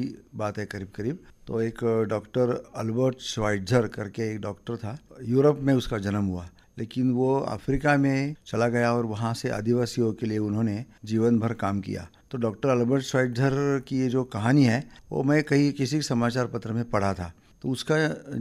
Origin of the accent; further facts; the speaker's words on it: Satara, Maharashtra, India; now in Bastar, India; मैं रहने वाला सतारा महाराष्ट्र का हूँ।